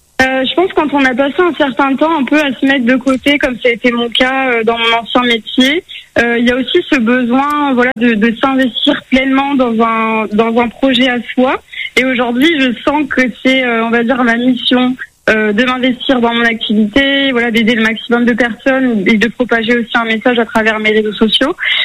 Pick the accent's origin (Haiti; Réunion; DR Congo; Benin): Réunion; Saint-Pierre; also born or lived in Toulouse, France; now in Montpellier, France; Non, parce que alors moi je suis née à Toulouse, mais par contre j'ai grandi 20 ans à La Réunion.